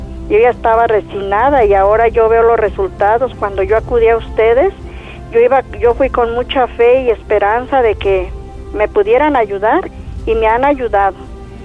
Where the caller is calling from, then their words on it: Tlaquepaque, Jalisco, Mexico; De aquí de Guadalajara, municipio Tlaquepaque.